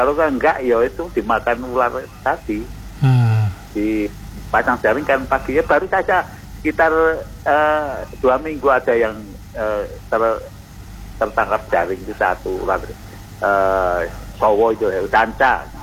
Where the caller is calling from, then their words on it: Central Java, Indonesia; Kali Yelo, sebelah timur. Kalau sebelah barat itu ya kira-kira berapa ya, setengah kilo itu Kali Progo, kejepit desa saya itu